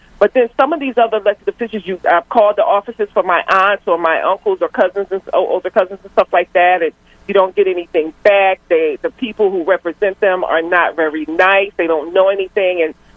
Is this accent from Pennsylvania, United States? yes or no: yes; Philadelphia, Pennsylvania, United States; born and raised in Philly, grew up in Philly, and I have my relatives that live in different sections.